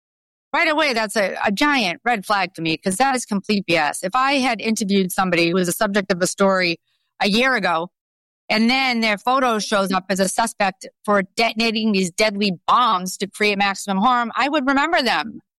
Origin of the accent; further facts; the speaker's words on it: Boston, Massachusetts, United States; accent: Boston; I'm a Bostonian, as you can probably hear in my wicked pissa accent.